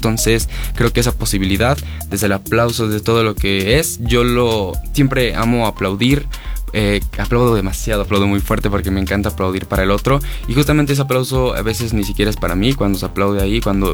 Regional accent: Cuautepec de Hinojosa, Hidalgo, Mexico; Vengo de Cuautepec, de Hinojosa, está a un lado de Tulancingo.

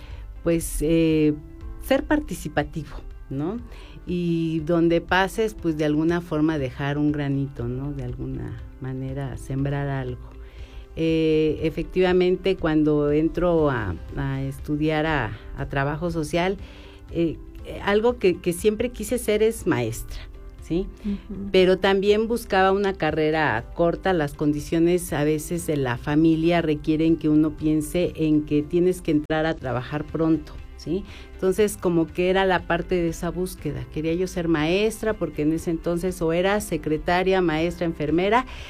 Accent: Tulancingo, Hidalgo, Mexico; moved away; porque soy originaria de Tulancingo

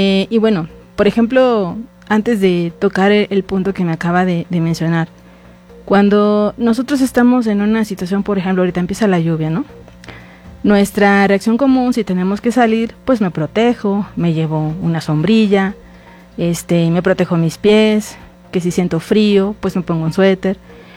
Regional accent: Acapulco, Guerrero, Mexico; moved away as an adult; Yo soy originaria de Acapulco, del puerto de Acapulco, allá en Guerrero.

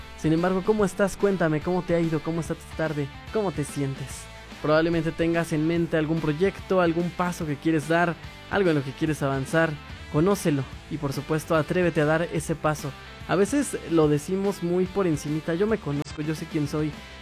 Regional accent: Pachuca, Hidalgo, Mexico; Yo soy de aquí de Pachuca.

